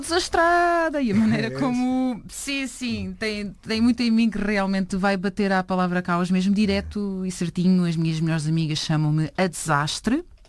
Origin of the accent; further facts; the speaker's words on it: Vilar, Lisbon, Portugal; Sou da aldeia do Vilar, no concelho do Cadaval.